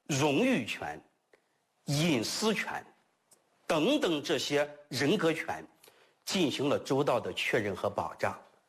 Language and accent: Chinese; China